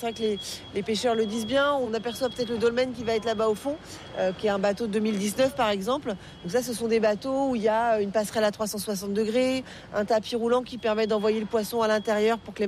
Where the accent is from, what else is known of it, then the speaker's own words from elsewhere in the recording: Cairo, Cairo Governorate, Egypt; Pareil, moi je suis du Caire